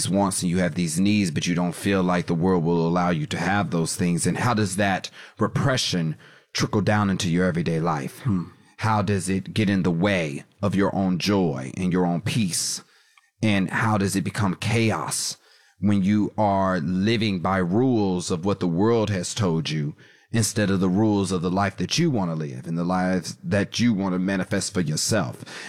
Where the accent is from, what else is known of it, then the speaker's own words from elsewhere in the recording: Kansas, United States; I'm from Kansas. I'm used to being Dorothy, stuck in the cyclone, trying to find my way to Oz.